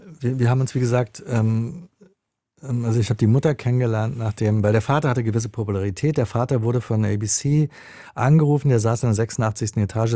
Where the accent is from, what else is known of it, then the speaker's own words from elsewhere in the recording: Germany; also born or lived in Israel; Ich bin auch nach Israel gegangen, ich habe da auch gelebt. Und das hatte auch Gründe, die haben, glaube ich, mit mir als Deutscher irgendwie zu tun.